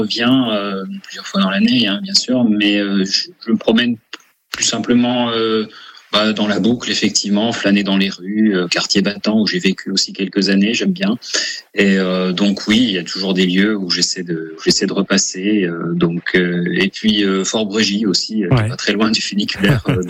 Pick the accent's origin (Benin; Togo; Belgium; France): France; Besançon, Bourgogne-Franche-Comté; moved away; je suis byzantin d'origine, je suis né et grandi à Besançon, donc et puis j'ai encore des attaches familiales